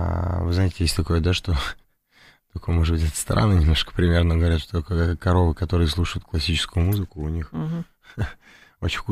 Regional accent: Moscow, Russia; Мы сами родились в Москве, на Бабушкинской.

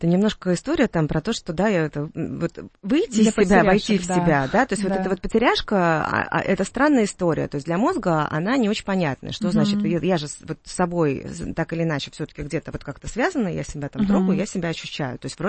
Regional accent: Saint Petersburg, Russia; Да, скажу, что я из Питера.

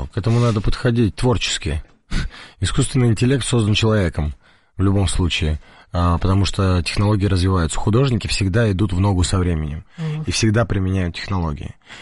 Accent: Moscow, Russia; born there; Мы сами родились в Москве, на Бабушкинской.

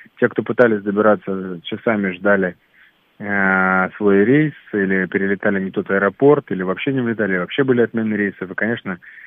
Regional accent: Crimea, Ukraine; как крымчанин родом оттуда

